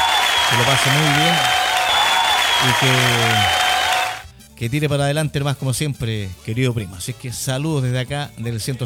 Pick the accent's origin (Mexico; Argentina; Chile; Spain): Chile; allá en el sector donde nos criamos, donde nacimos, aunque creo que nacimos en un hospital, pero somos de Calle Nueva, Pichino